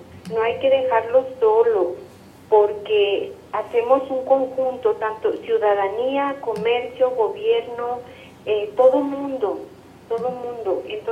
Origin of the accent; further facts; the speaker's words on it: Fresnillo, Zacatecas, Mexico; Soy nacida aquí en Fresnillo.